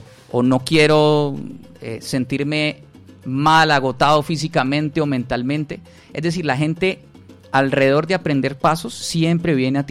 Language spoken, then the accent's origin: Spanish; Cúcuta, Norte de Santander, Colombia; now in Medellín, Colombia; estaba yo con Andrés conversando de mi llegada aquí a Medellín. Yo soy cucuteño.